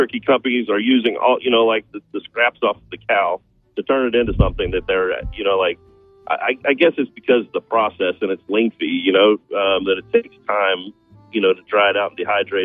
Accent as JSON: {"language": "English", "region": "Missouri", "country": "United States", "tie": "born or raised there", "said": "She and I are both born and raised in Missouri"}